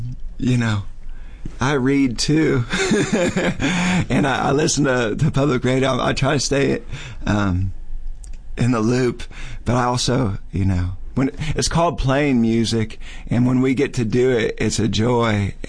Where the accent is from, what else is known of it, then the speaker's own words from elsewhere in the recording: United States; And I've loved a lot of rivers, but yeah, I grew up on the Missouri.